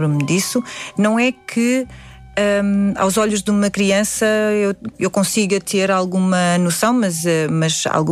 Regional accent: Braga, Northern Portugal, Portugal; accent: northern Portuguese; Sim, mas deixa-me chegar a Braga que eu já começo logo.

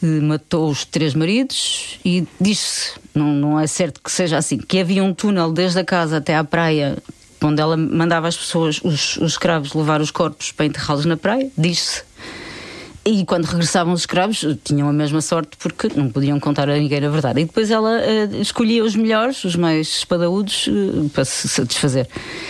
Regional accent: Portugal

